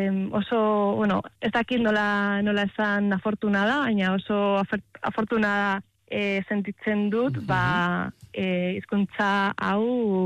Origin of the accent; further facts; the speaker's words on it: Málaga, Andalusia, Spain; Basque is a second language; now in Vitoria-Gasteiz, Spain; Ni Malagakoa naiz.